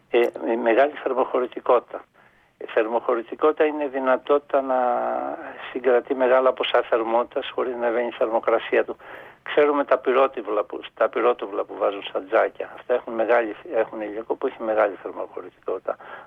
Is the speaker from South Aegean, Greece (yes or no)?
no; Kalamata, Peloponnese, Greece; εγώ είμαι από την Καλαμάτα και όταν ήμουν μικρός